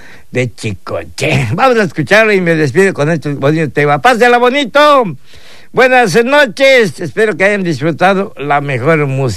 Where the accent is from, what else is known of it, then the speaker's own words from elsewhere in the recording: Yucatán, Mexico; pues como somos yucatecos y otras personas que pues vienen de otros pueblos